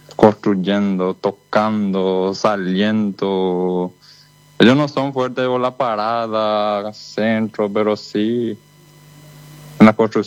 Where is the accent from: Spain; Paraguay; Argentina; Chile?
Paraguay; Arroyito, Concepción; moved away; Mi ciudad donde yo nací, Arroyito.